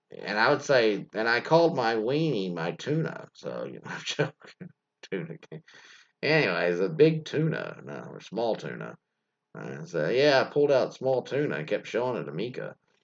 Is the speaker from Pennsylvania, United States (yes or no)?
no; Hawaii, United States; born there; I was born in Hawaii, a Chinese American mom and a Caucasian dad.